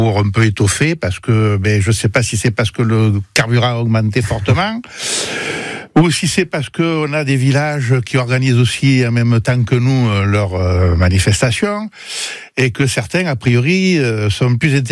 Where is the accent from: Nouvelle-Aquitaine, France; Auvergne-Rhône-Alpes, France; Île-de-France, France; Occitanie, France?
Occitanie, France; Villeneuve-lès-Avignon; Non, non, je suis originaire du Gard, plus exactement Villeneuve-les-Avignon, là où je suis né.